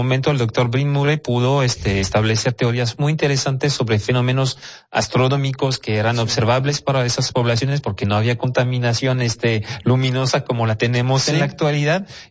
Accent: Monterrey, Nuevo León, Mexico; forjar un poquito mejor nuestra identidad como regios y personas del noreste de México.

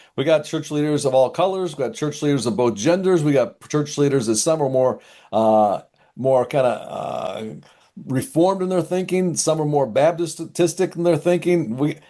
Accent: Chicago, Illinois, United States; One of them is in Chicago, which is my hometown.

